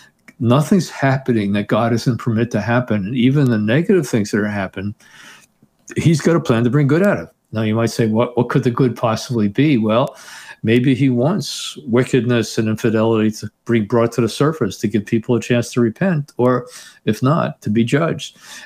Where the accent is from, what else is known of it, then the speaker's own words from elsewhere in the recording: Teaneck, New Jersey, United States; I remember growing up in Teaneck, New Jersey, where it had a strong Jewish population, Protestant population, and Catholic population.